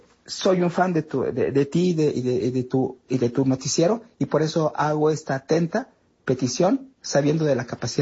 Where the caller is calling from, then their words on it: Mexico City, Mexico; de la Alcaldía Cuauhtémoc, de la Ciudad de México.